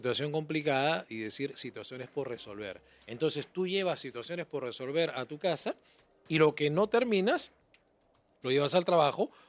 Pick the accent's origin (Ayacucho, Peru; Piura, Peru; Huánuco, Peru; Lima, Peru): Piura, Peru; born there; moved away; yo he vivido en Piura de chiquitito, no nací en Piura por un tema de la casualidad de la vida, pero he vivido prácticamente la mitad de mi infancia en Piura.